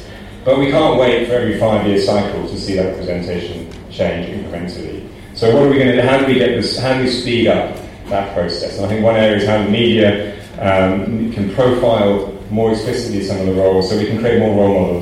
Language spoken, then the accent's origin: English; United Kingdom; In the UK, in my country, we had a record number.